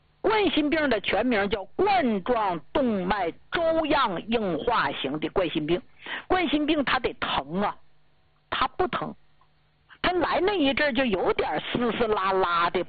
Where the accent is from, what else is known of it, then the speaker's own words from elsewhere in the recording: Jilin, China; 那么在咱们家乡，就咱们吉林老家这块儿